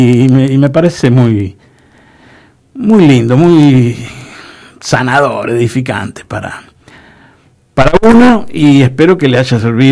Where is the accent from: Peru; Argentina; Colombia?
Argentina; Patagonia; also born or lived in Buenos Aires; yo me doy cuenta que soy patagónico